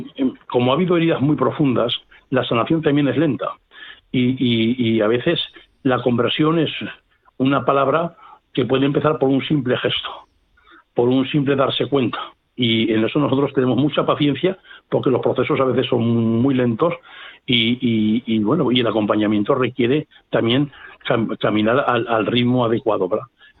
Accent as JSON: {"language": "Spanish", "region": "Aragon", "country": "Spain", "moved": "yes", "lives_now": "Catalonia, Spain", "said": "Bueno, yo soy de Zaragoza, de un pueblo de Zaragoza, pero bueno, tengo ya unos años aquí"}